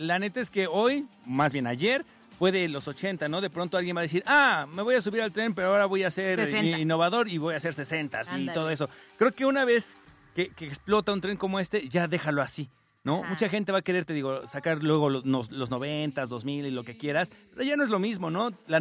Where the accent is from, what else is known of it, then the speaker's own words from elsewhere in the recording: Mexico; en México estamos celebrando las fiestas patrias